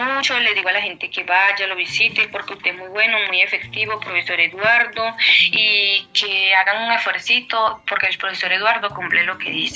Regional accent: Venezuela

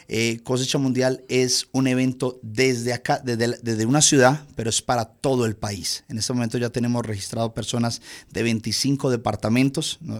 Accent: Envigado, Antioquia, Colombia; Yo soy envigadeño, tres generaciones de Envigado, no parezco, muy rubio, muy agringado para parecer que soy de por acá.

